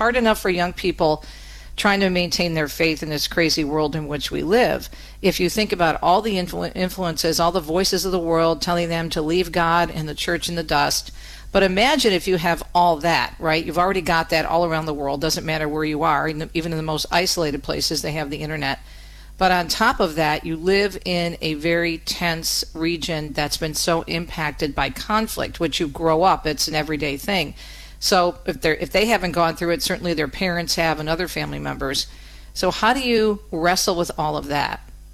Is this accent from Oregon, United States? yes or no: no; Detroit, Michigan, United States; portions of the Midwest, including my hometown of Metro Detroit